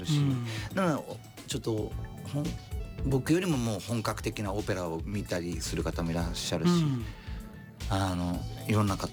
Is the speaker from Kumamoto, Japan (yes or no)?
no; Sapporo, Hokkaido, Japan; now in Tokyo, Japan; 僕やっぱ北海道札幌出身なんで